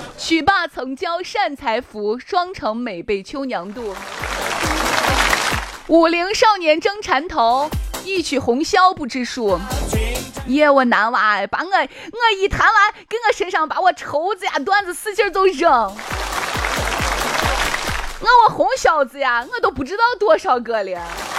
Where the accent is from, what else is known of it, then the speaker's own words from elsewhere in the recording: Shaanxi, China; accent: Shaanxi dialect; 那我就不能就是再说很土很土的陕西话了，我要说那种比较洋货的陕西话。